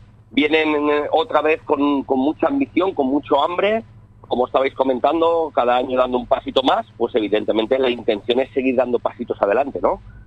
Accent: Gandia, Valencian Community, Spain; moved away; Gandía, de donde yo soy

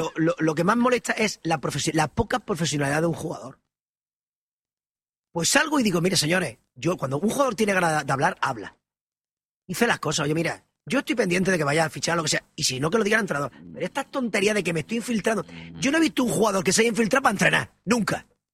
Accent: Almería, Andalusia, Spain; somos los almerienses

